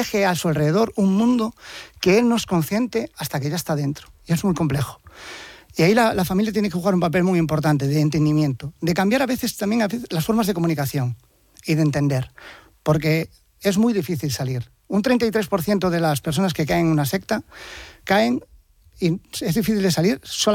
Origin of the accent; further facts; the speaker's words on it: Vigo, Galicia, Spain; yo soy de Vigo.